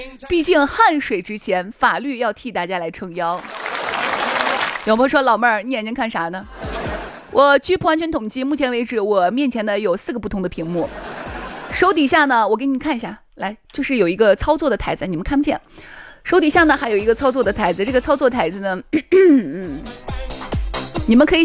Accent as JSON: {"language": "Chinese", "region": "Shaanxi", "country": "China", "said": "这在我们陕西话里边不是什么好话"}